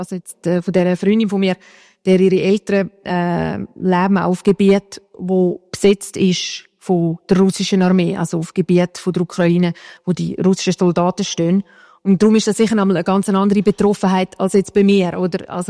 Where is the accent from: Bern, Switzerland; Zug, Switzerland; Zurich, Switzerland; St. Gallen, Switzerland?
St. Gallen, Switzerland; Sargans; moved away as an adult; ich bin in Sargasso aufgewachsen, ich habe Heimatort Mels, oder?